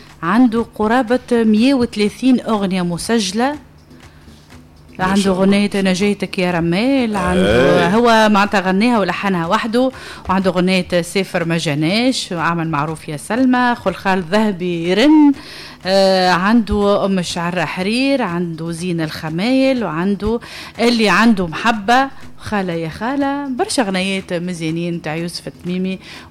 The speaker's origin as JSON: {"language": "Arabic", "country": "Tunisia"}